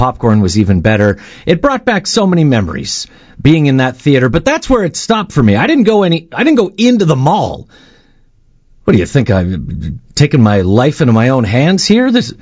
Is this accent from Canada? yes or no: yes; Alberta, Canada; Listen, I love Chinook Center. I grew up near Chinook Center. That was my mall of choice.